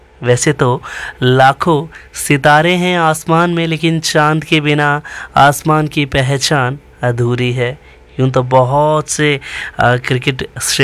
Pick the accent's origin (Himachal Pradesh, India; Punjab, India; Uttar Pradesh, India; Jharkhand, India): Himachal Pradesh, India; Dharamshala; हम धर्मशाला के निवासी हैं